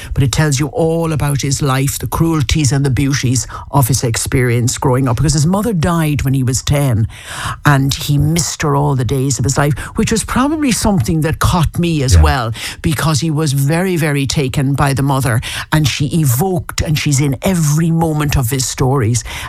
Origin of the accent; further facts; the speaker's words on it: Foxford, Connacht, Ireland; born there; I was born in Foxford in Mayo.